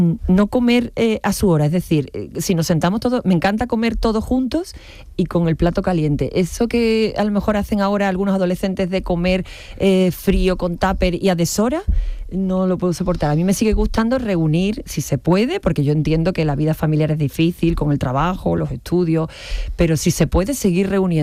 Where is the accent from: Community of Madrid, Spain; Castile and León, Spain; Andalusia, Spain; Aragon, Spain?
Andalusia, Spain; Seville; born there; mi centro histórico de Sevilla que me encanta y, bueno, es donde yo nací